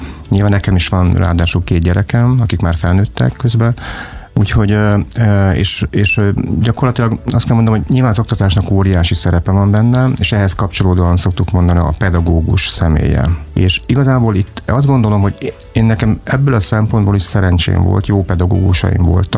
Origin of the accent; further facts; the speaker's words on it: Ajak, Szabolcs-Szatmár-Bereg, Hungary; Magyarul egy vizuális kultúrával átitatott népi hagyományrendszerben nőttem föl vidéken, Ajakon, ez Kisvárda mellett egy falu, akkor a falu volt, most kisváros.